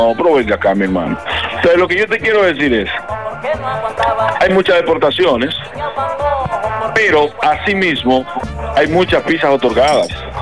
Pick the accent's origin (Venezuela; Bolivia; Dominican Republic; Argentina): Dominican Republic; Fantino, Sánchez Ramírez; Un fuerte abrazo para toda la gente de mi pueblo.